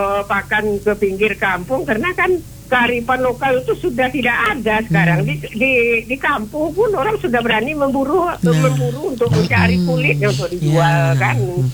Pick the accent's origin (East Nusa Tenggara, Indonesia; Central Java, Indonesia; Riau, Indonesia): Riau, Indonesia; Inuman; Kebetulan saya ingat masa kecil tinggal di kampung di Kecamatan Inuman.